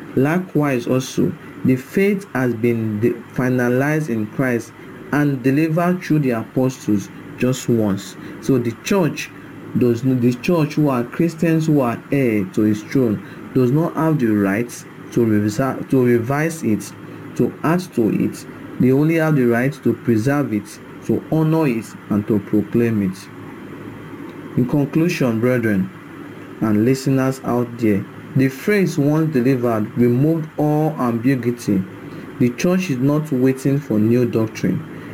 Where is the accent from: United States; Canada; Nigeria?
Nigeria; Okada, Edo; from Okada Town, Edo State, Nigeria.